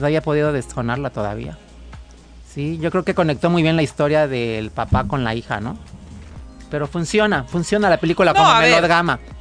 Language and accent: Spanish; Mexico; nosotros como mexicanos